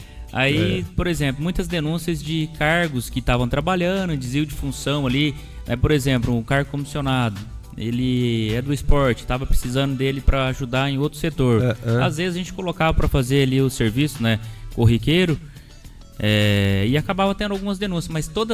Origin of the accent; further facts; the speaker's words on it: Doutor Camargo, Paraná, Brazil; also born or lived in Maringá; sou nascido, né, em Maringá, mas criado em Dr. Camargo.